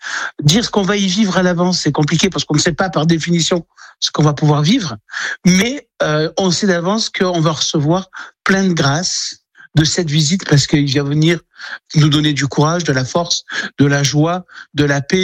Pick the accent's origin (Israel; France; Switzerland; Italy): France; Le Saint-Père qui vient chez nous en France